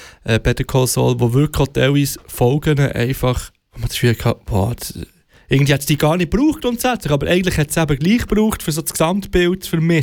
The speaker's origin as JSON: {"language": "German", "country": "Switzerland", "said": "Als Schweizer Bürger, Bürgerin."}